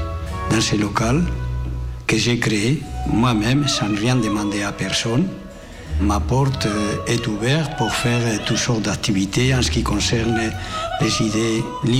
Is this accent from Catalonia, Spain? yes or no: no; Navarre, Spain; moved away; Je suis un basque espagnol de la Navarre. Je suis ici depuis bientôt une trentaine d'années